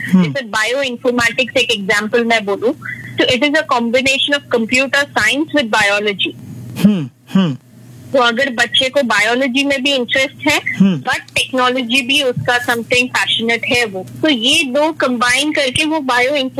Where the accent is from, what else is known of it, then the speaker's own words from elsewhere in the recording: Mumbai, Maharashtra, India; मैं अमची मुंबई से हूँ।